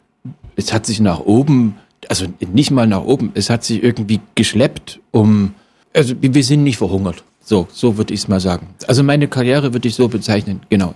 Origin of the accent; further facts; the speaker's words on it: Dresden, Saxony, Germany; born there; Und der war lustigerweise sogar in meiner Geburtsstadt Dresden.